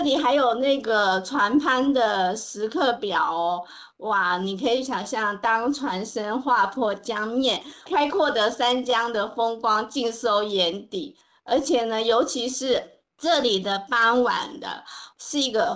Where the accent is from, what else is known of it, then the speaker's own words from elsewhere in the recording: Tamsui, New Taipei, Taiwan; 也是联想到我的家乡淡水这边，所以也跟大家分享。